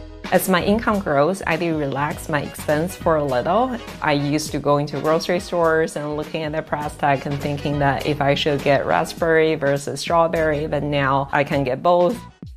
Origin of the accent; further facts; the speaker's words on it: Kaifeng, Henan, China; English is a second language; I was born and raised in Kaifeng, which is a small city in the middle part of China.